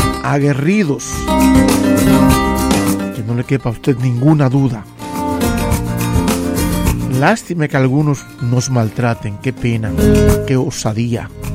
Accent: Dominican Republic; now in United States; ¿Cómo quitarnos que somos dominicanos, que somos latinos?

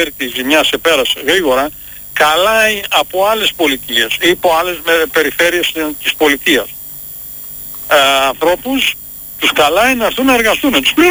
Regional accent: Greece; moved away as an adult; now in United States; Μεγάλωσα στην Ελλάδα και έφυγα στα 25 μου.

